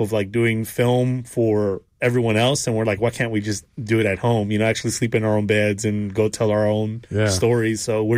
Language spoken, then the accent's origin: English; Houston, Texas, United States; we grew up in the north side of Houston. We're from Acres Homes